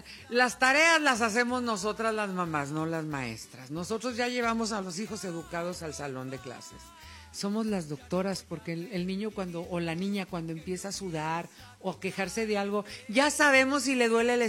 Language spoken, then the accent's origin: Spanish; Monterrey, Nuevo León, Mexico; moved away as an adult; now in Mexico City, Mexico; Siempre que vengo a Monterrey. Bueno, yo soy regia, pero aquí están mis raíces, aquí está mi familia, mis hermanos, mis hijos, todo mundo.